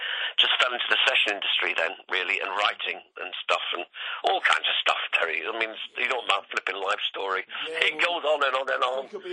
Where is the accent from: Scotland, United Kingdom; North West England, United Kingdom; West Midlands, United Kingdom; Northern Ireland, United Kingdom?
North West England, United Kingdom; Blackpool; moved away as an adult; Yeah, I was born in Poulton and lived in Blackpool up to sort of being about 18, and then I sort of started touring.